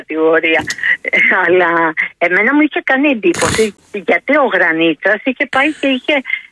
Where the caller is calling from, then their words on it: Greece; εμείς σαν Έλληνες δεν το έχουμε.